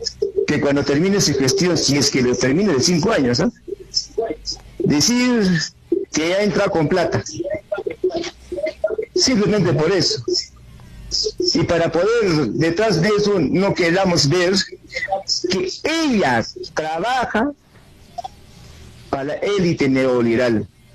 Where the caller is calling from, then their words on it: Juliaca, Puno, Peru; desde Juliaca.